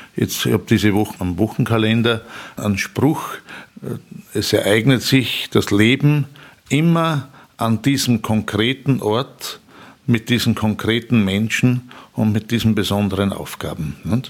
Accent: Upper Austria, Austria; wenn ich in meine Heimat fahre, da fängt dann der Kobernaußerwald an und so, da wird schon sehr hügelig und waldig.

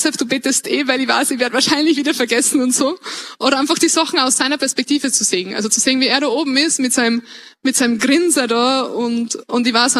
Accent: Upper Austria, Austria; now in Vienna, Austria; als Oberösterreicher darf man jetzt nicht sagen, dass Wien schön ist.

